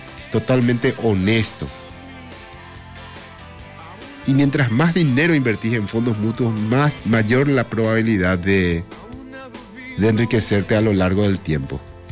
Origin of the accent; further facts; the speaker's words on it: Paraguay